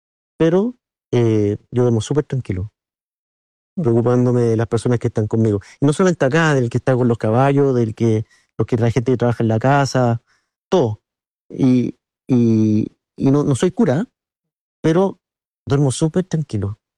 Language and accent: Spanish; Chile; antes de entrar a CEAPI yo miraba a Argentina quizás y después me miraba al ombligo nomás como buen chileno, que el resto no existían